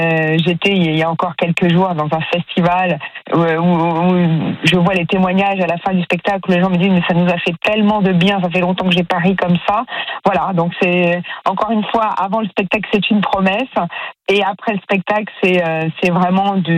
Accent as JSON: {"language": "French", "town": "Toulon", "region": "Provence-Alpes-Côte d'Azur", "country": "France", "said": "Moi je viens de Toulon, vous voyez, donc je suis aussi une provinciale indécrottable"}